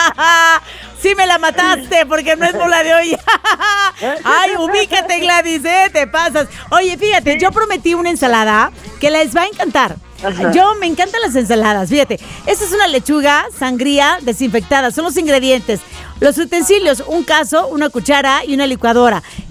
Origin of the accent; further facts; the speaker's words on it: Sinaloa, Mexico; moved away; allá en mi tierra